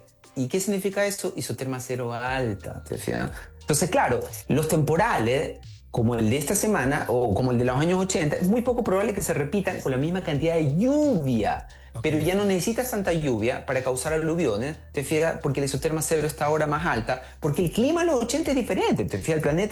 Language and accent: Spanish; Guayaquil, Guayas, Ecuador; moved away as an adult; now in Chile; yo soy de Guayaquil, de Ecuador. Cuando yo vivía ahí hace largo 25 años